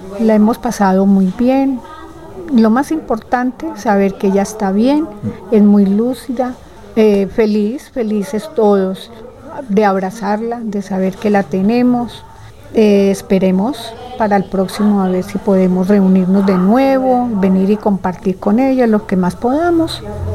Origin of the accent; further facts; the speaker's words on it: Santa Rosa, Colombia; Nosotros también somos de acá, de Santa Rosa, todos los hijos somos de Santa Rosa